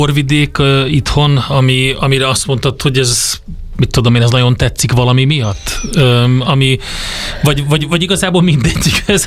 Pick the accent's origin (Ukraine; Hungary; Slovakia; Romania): Hungary; Szekszárd, Tolna; moved away; én szekszárdi vagyok eredetileg